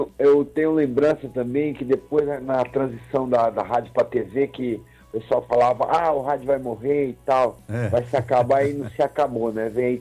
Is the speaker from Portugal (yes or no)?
no; Manaus, Amazonas, Brazil; moved away as an adult; also born or lived in Boa Vista / Rio Branco; now in Fortaleza, Brazil; a cidade que eu nasci e vivi, né, que é Manaus, nós temos muita influência do Ceará